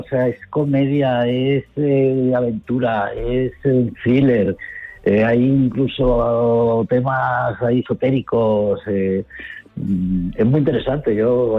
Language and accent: Spanish; Albacete, Castilla-La Mancha, Spain; como soy manchego, soy de Albacete